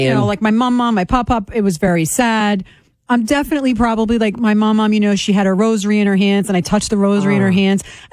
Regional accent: Ireland; We don't have feelings. We're Irish.

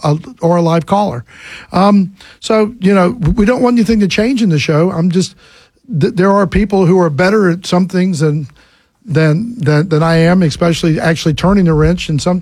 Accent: Sandy Springs, Georgia, United States; So I've been in the car business for 45 years in Atlanta, Georgia. I'm from Atlanta. I grew up in Sandy Springs.

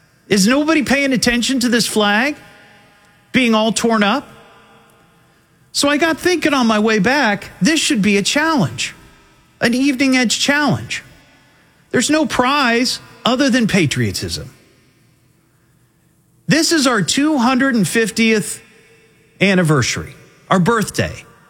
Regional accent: Beaver Creek, United States; in Beaver Creek. I did this last year, and I'd like to make this an annual tradition because that's my hometown

